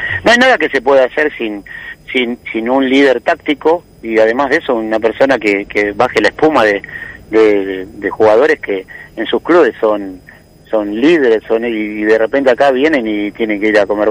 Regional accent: Argentina; ser argentino

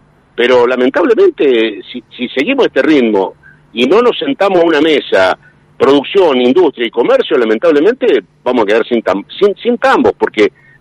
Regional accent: San Guillermo, Santa Fe, Argentina; yo soy de San Guillermo, nuestra zona no tiene posibilidad de hacer otra actividad porque tenemos problemas con las lluvias.

